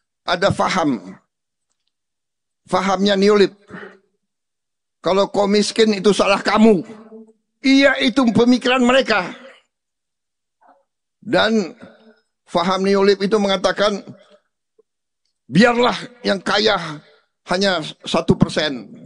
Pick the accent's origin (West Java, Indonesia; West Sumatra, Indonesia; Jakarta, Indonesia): Jakarta, Indonesia; born there; Bajingan bahasa apa itu? Bajingan. Bahasa Betawi. Memang saya lahir di Betawi. Jadi maaf kalau saya semangat, saya kata-kata Betawi keluar.